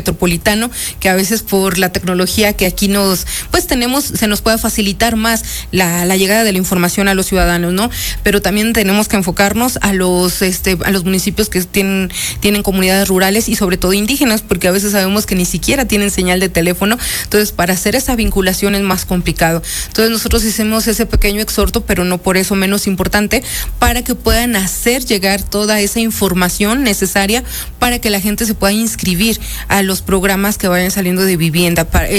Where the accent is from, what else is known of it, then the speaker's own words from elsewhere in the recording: Zacapoaxtla, Puebla, Mexico; porque es donde yo soy de Zacapuaxtla